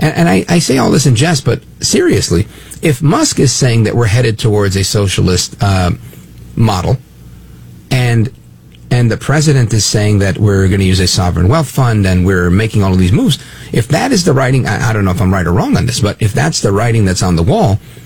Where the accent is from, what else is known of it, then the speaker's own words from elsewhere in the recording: Brooklyn, New York, United States; born there; Shout out to Brooklyn. I was born in Brooklyn, by the way. Brooklyn Jewish Hospital.